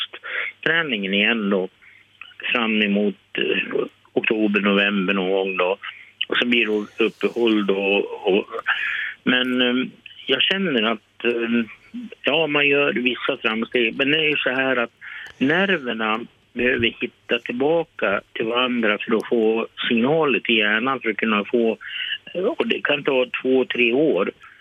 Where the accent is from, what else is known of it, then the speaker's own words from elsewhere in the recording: Vilhelmina, Västerbotten County, Sweden; Jag är västerbottning. Jag kommer från Vilhelmina.